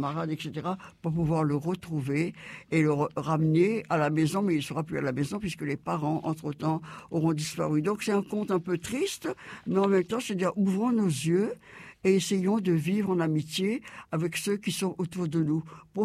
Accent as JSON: {"language": "French", "region": "Réunion", "country": "France", "said": "Souvent, chez nous, à La Réunion, encore plus, je veux dire très souvent, donc on apporte des fleurs."}